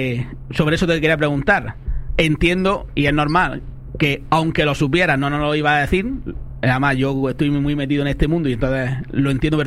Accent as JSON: {"language": "Spanish", "country": "Spain", "said": "yo siendo español"}